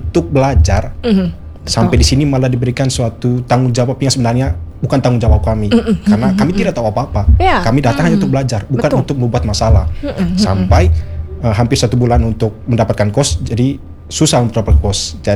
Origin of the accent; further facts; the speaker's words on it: Ruteng, East Nusa Tenggara, Indonesia; moved away as an adult; now in Bali, Indonesia; saya merupakan mahasiswa perantau dari Manggarai, tepatnya di Ruteng. Saya jauh dari NTT sampai di Bali untuk mengenyam pendidikan perguruan tinggi.